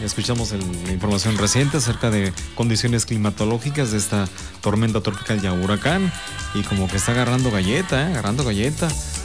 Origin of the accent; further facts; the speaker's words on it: Mexico; Para los que somos acá de México